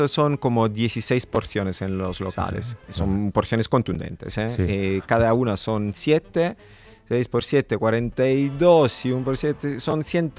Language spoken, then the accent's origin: Spanish; Naples, Campania, Italy; Spanish is a second language; Pero yo que soy, por ejemplo, de Nápoles, no comía la carbonara jamás.